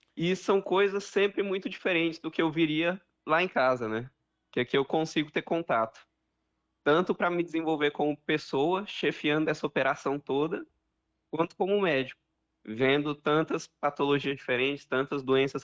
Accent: Brasília, Federal District, Brazil; moved away as an adult; now in Palmeiras do Javari, Brazil; Eu venho de Brasília

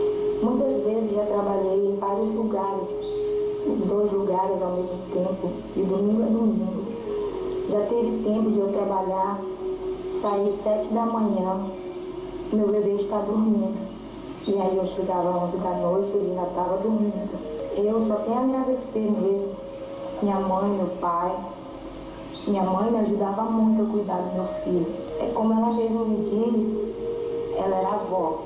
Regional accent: Tabatinga, Amazonas, Brazil; nasci em Tabatinga e moro aqui mesmo.

